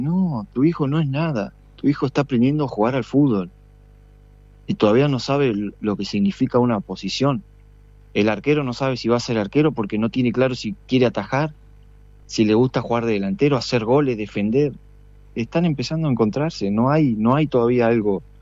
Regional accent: General Roca, Río Negro, Argentina; yo soy de Roca y dirijo en Chichiná

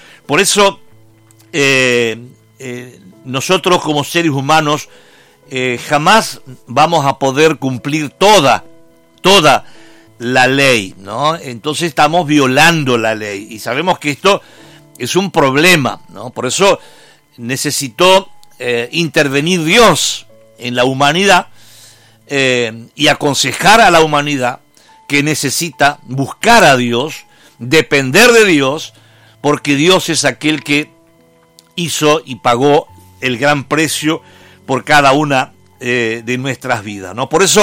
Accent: Argentina

